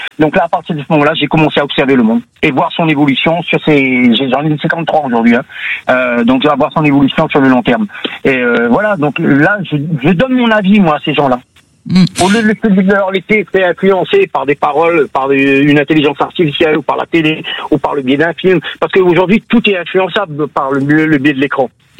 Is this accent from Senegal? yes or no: no; Réunion, France; now in Canet-en-Roussillon, France; Moi, je viens de l'île de la Réunion. Ça fait pas longtemps que je suis ici. Je suis sur Canet en Roussillon.